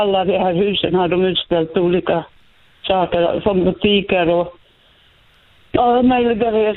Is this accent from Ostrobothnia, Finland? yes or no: yes; Pedersöre, Ostrobothnia, Finland; Jag är från Österbotten, från Pedersör.